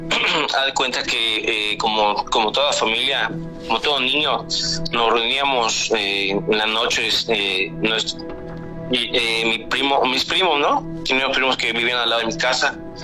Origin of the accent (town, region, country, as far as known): Mérida, Yucatán, Mexico